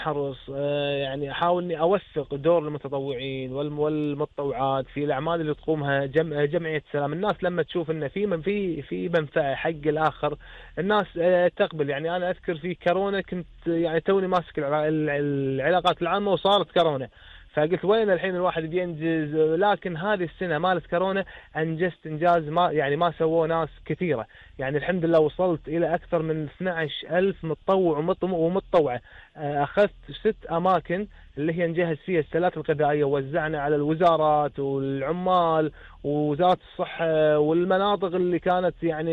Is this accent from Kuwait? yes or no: yes; Kuwait; لكن انا كويتي،